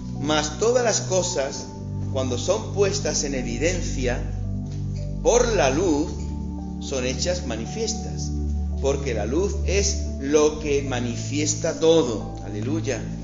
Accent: Jaén, Andalusia, Spain; accent: ceceo; nosotros ceceamos y somos andaluces y de Jaén

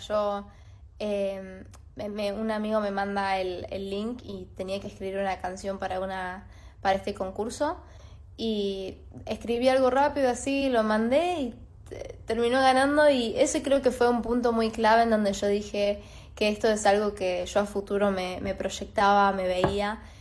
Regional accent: Córdoba, Argentina; Sí, soy argentina, de Córdoba, de hecho.

